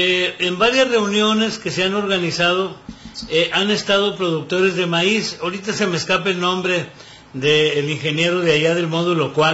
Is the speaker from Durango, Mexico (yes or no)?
yes; Ciudad Lerdo, Durango, Mexico; moved away; yo hace muchísimos años que dejé mi tierra natal, aunque he vuelto esporádicamente a visitar a mi familia. Se puso en Ciudad Lerdo, Durango